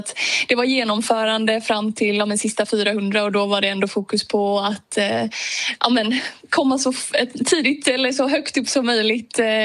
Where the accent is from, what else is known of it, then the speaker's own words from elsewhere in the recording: Öland, Kalmar County, Sweden; now in Netherlands; Ja, på sommaren saknar man verkligen Öland. Det blir väldigt varmt här i Holland